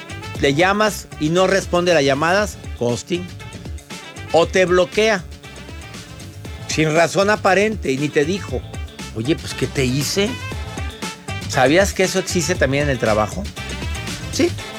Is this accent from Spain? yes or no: no; Mexico; Mira, solamente en mi país, México, más del 65% de las personas que buscan empleo sufren ghosting laboral